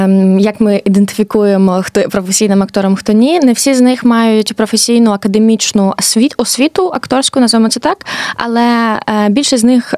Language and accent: Ukrainian; Kyslivka, Kharkiv Oblast, Ukraine; moved away; я сама з Харківщини, село Кислівка, Купинський район, і Харків – це для мене якби найближча точка, в якій я можу бути близько вдому, і в мене тут живе родина